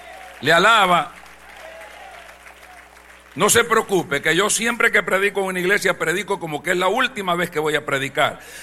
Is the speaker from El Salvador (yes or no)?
yes; El Salvador; born there; cuando yo tenía 7 años, mi abuela dijo en mi cantón: hijo, mañana vamos a ir a San Salvador donde tu tía.